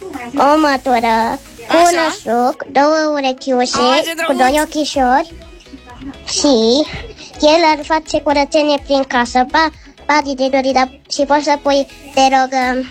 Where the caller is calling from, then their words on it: Plopu, Romania; din Plopu, am 6 ani